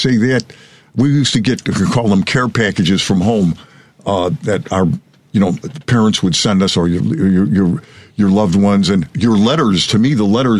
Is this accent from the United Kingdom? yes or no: no; Bridgeport, United States; I remember as a kid growing up in Bridgeport